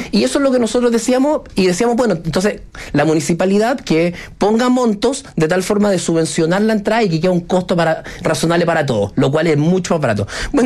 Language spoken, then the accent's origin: Spanish; Chile; tal como los chilenos pues tenemos que poner la mano en el bolsillo en muchos lados